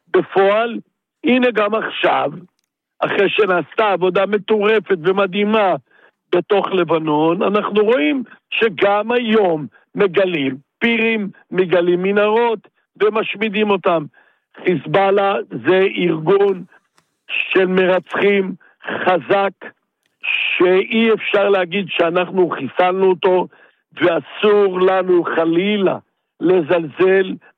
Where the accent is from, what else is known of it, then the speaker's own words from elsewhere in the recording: Northern District, Israel; אני מהגליל המזרחי